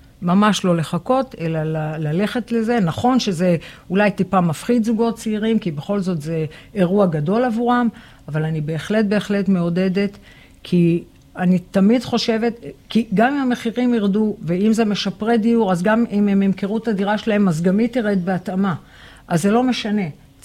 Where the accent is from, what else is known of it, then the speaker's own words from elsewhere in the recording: Haifa, Haifa District, Israel; born there; now in Netanya, Israel; אני חיפאית במקור, ואני גרה בנתניה הרבה שנים, עשרות שנים. ועדיין אני מבקרת בחיפה, ואני באמת, לא שחלילה אין לי כלום נגד חיפה, זה עיר הולדתי